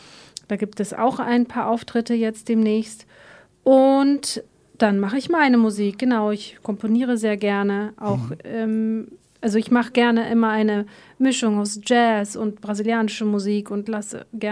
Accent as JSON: {"language": "German", "town": "Ulm", "region": "Baden-Württemberg", "country": "Germany", "tie": "born or raised there", "also_born_or_lived": "São Paulo, Brazil / Maastricht, Netherlands / Nuremberg, Germany", "said": "Und dann bin ich in Ulm aufgewachsen."}